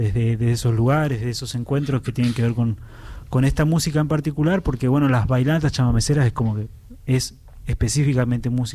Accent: Moreno, Buenos Aires Province, Argentina; born there; yo nací aquí en Buenos Aires, como muchos de los hijos de los provincianos.

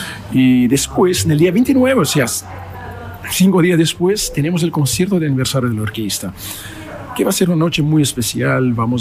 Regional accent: Argentina; Yo siempre digo que nosotros tenemos que hacer música argentina porque somos argentinos

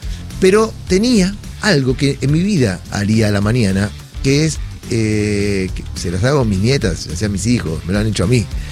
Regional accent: Argentina; Y después porque somos argentinos.

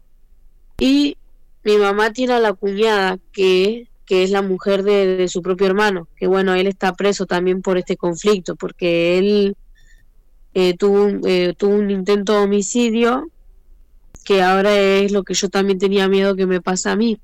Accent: Río Gallegos, Santa Cruz, Argentina; now in Quilmes, Argentina; Claro, yo hace 2 años me vine acá a lo que es la provincia de Buenos Aires. En Quilmes Oeste estoy yo.

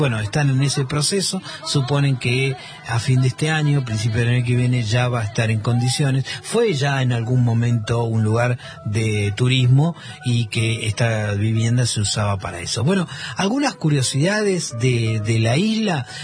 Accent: Argentina

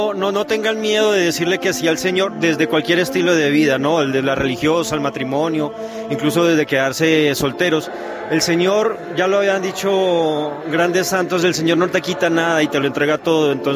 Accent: Colombia; moved away as an adult; now in Salta, Argentina; Soy colombiano. Ya llevo 4 años en Salta.

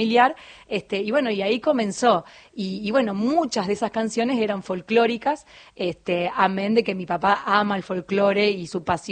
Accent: Santa Fe, Argentina; porque soy de Santa Fe, del litoral, y cuando digo chamamé digo

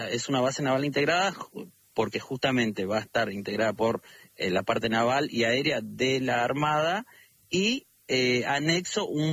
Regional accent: Tierra del Fuego, Argentina; a nosotros nos pega de lleno porque llevamos a Malvinas en el nombre de nuestra provincia

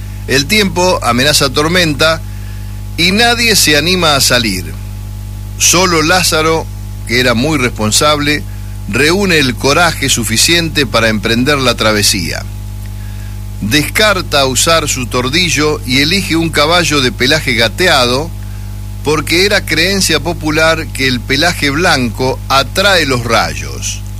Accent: 25 de Mayo, Buenos Aires Province, Argentina; moved away; hace mucho que no viajo a 25 de mayo, a mi pueblo.

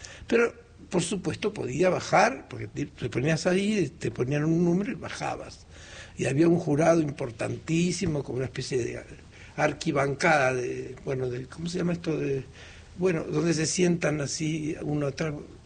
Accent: Ingeniero Jacobacci, Río Negro, Argentina; also born or lived in San Antonio Oeste; No, yo nací en San Antonio, en Las Grutas, pero mi padre se mudó a Jacobacci, mi familia. Y allí nevaba, y yo escribía y dibujaba

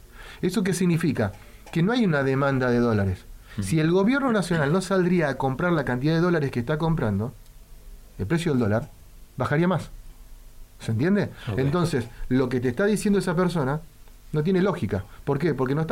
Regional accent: Santa Cruz, Argentina; primero y principal, soy de Santa Cruz.

